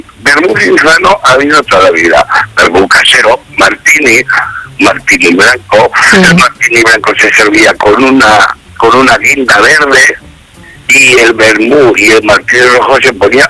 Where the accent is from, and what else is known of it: Gallur, Aragon, Spain; born or raised there